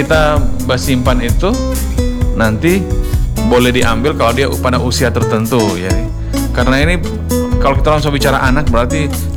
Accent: Sumatra, Indonesia; Nareuni kan kita dari Sumatera, khususnya Melayu.

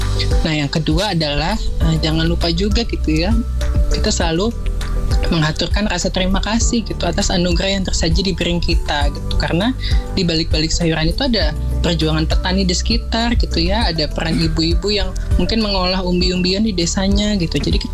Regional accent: Jakarta, Indonesia; saya orang Jakarta juga ya tinggalnya gitu ya, lahir dan tinggal dan besar di Jakarta

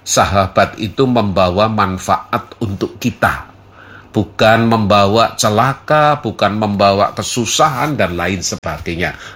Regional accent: Surakarta, Central Java, Indonesia; sama-sama orang Jawa Tengah. Bahasa kita, orang Solo, dengan orang Semarang ada yang berbeda.

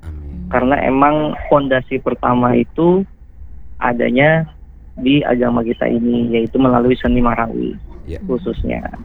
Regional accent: Tasikmalaya, West Java, Indonesia; saya sih orang Sunda juga, Tasik.

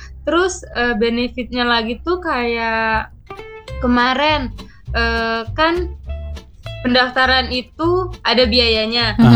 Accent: South Sumatra, Indonesia; moved away; also born or lived in Lampung; Aku awalnya dari Sumatera Selatan. Asalnya dari Sumatera Selatan. Nah, ngerantau ke Lampung itu sama nenek aku dan budi aku di sana.

